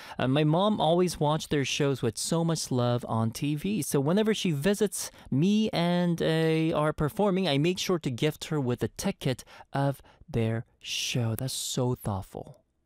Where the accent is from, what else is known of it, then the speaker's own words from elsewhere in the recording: Montreal, Quebec, Canada; moved away; my home back in Montreal.